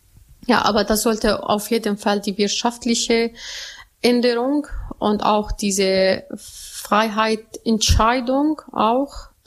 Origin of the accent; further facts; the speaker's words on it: Aleppo, Aleppo Governorate, Syria; German is a second language; moved away as an adult; now in Bremen, Germany; Ich komme aus Aleppo Stadt und das ist wirtschaftlich mehr als landwirtschaftlich.